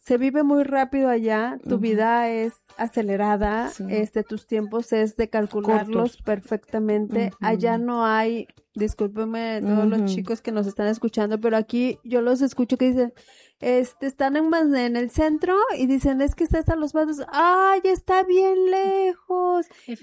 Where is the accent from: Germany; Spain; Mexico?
Mexico; Mexico City; moved away as an adult; now in Manzanillo, Mexico; Soy del DF.